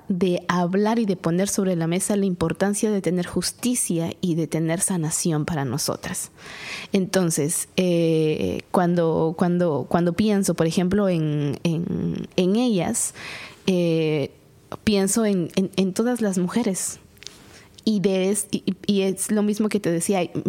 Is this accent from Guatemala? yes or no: yes; Guatemala; yo soy de Guatemala